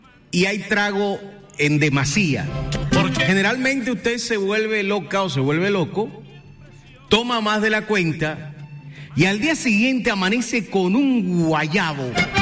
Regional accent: Colombia; Yo no soy venezolano, yo no soy chileno, yo no soy mexicano. Yo soy colombiano.

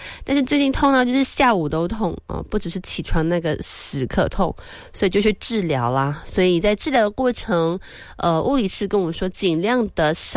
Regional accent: Kuala Lumpur, Malaysia; 作为吉隆坡人，在这边生于斯长于斯啊

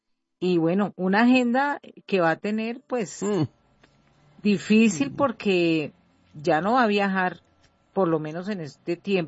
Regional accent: Colombia; Ahí vamos todos como colombianos y pensamos que pues eso es lo que todos quieren, ¿no?

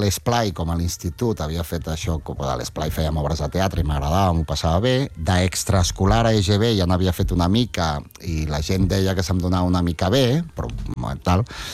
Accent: Barcelona, Catalonia, Spain; also born or lived in Figueres; M'he criat a Barna, sí.

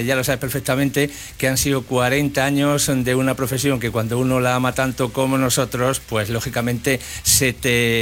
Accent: La Carolina, Andalusia, Spain; born there; now in Andújar, Spain; pues de nacimiento uno lleva dentro el pueblo que me vio nacer, la Carolina, porque lógicamente allí está la familia, está mi inicio

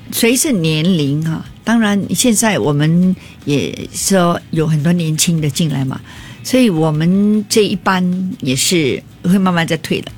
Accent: Singapore; 我们新加坡人蛮幸福的啦，

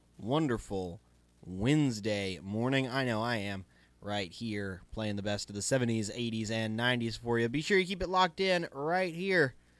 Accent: the South, United States; accent: southern; my southern accent really comes out, doesn't it?

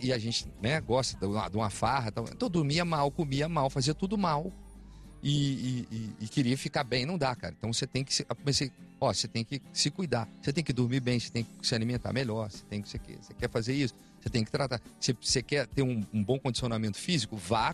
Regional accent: Alfenas, Minas Gerais, Brazil

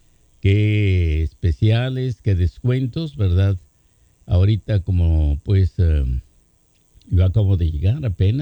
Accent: Durango, Mexico; estoy tratando de hacer una cabina de radio en Durango, ¿verdad?, para cuando yo viaje por allá a mi tierra

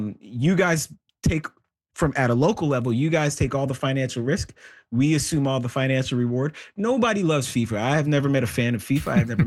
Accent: Canada; And so now as a Canadian, we've heard, been listening to for 18 months to Donald Trump talk about annexing Canada.

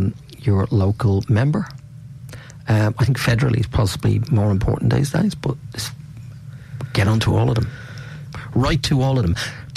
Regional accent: Ireland; And I come from Ireland. We had a history of it, unfortunately.

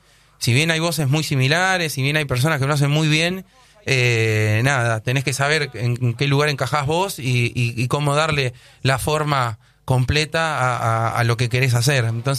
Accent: Luján, Buenos Aires Province, Argentina; nosotros somos de Luján.

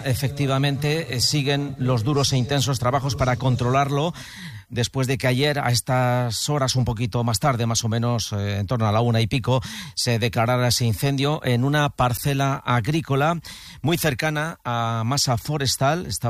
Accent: Cabanillas del Campo, Castilla-La Mancha, Spain

